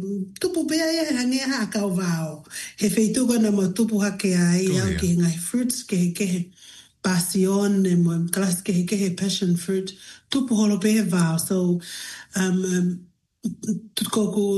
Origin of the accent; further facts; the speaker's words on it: Highlands, Papua New Guinea; We have very... fond memories growing up in Papua New Guinea. Yeah? Rich culture and, yeah, enriching everything, you know, in terms of natural resources. Family. We live in the highlands, eh?